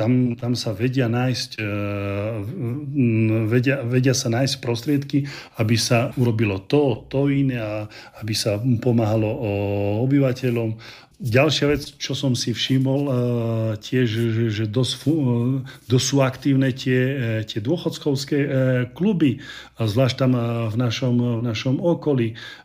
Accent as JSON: {"language": "Slovak", "town": "Abrahámovce", "region": "Prešov Region", "country": "Slovakia", "also_born_or_lived": "Italy", "moved": "as an adult", "lives_now": "Rwanda", "said": "V našej maličkej dedinke v Abrahamovciach v Bardejovskom okrese dokonca máme tam také multifunkčné ihrisko a pritom Abrahamovce nemajú ani 300 obyvateľov dokopy."}